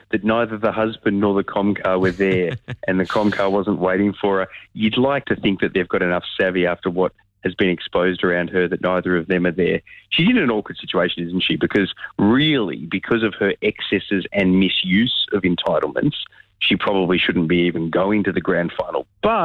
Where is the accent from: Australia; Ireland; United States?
Australia; Sydney, New South Wales; also born or lived in Western Australia; I'm from Sydney, but spent a lot of time in WA, but don't go for the Dockers.